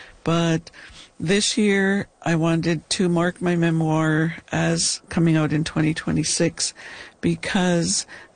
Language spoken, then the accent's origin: English; Dog Creek, British Columbia, Canada; I was born in Granny's house on the reserve that was built in 1965, and I was born at home.